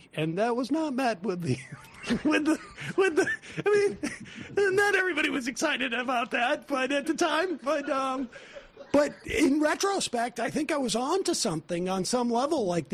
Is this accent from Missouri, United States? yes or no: no; Worcester, Massachusetts, United States; And, you know, I grew up in Worcester, Massachusetts. It was not like a very, like, it was not the most Jewish of places, but we were, you know, in Hebrew school.